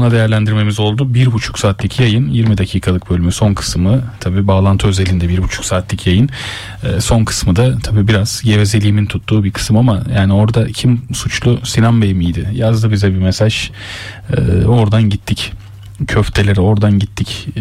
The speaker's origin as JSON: {"language": "Turkish", "town": "Bayrampaşa", "region": "Istanbul", "country": "Turkey", "said": "Ben de Bayrampaşalıyım."}